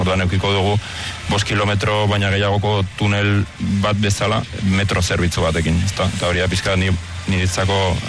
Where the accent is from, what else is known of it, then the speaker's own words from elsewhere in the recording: San Sebastián, Basque Country, Spain; now in Barcelona, Spain; ni Donostiarra naiz, orain Bartzelonan bizi naiz, eta, bueno, ba, Donostian familia eta lagunak ditut